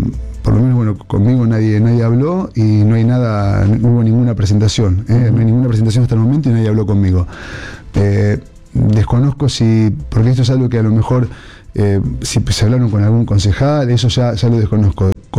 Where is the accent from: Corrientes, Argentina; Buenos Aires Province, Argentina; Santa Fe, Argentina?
Santa Fe, Argentina; Casilda; somos de Casilda